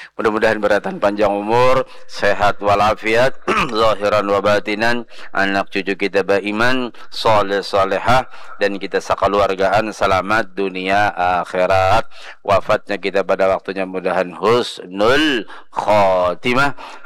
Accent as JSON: {"language": "Indonesian", "region": "South Kalimantan", "country": "Indonesia", "said": "Kami Banjar bari kakanakan nyebat lapri."}